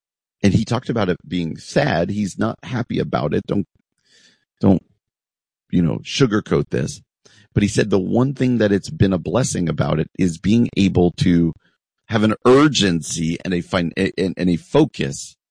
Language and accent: English; New York, United States; born or raised there